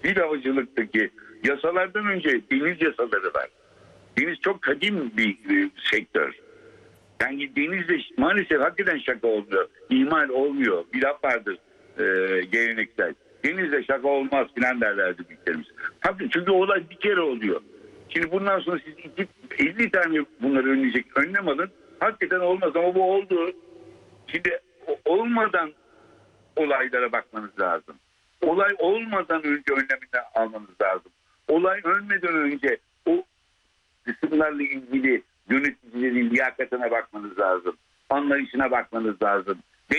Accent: Istanbul, Turkey; born there; Ben Alman ekolünde büyüdüm. İstanbul Erkek Lisesi'ndeyim ben.

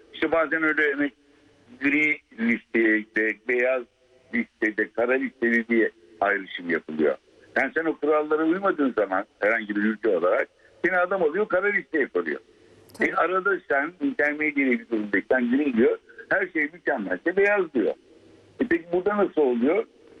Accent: Istanbul, Turkey; born there; Ben Alman ekolünde büyüdüm. İstanbul Erkek Lisesi'ndeyim ben.

